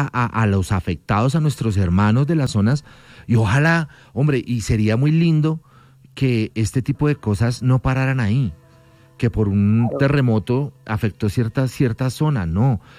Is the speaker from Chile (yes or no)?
no; Colombia; Lo importante es que somos colombianos y sentirnos colombianos es la prioridad.